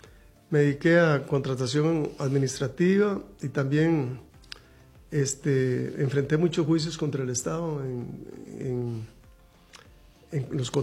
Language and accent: Spanish; Turrialba, Cartago, Costa Rica; born there; moved away as an adult; also born or lived in Paris / Strasbourg; la paz y la tranquilidad que yo tenía en Turrialba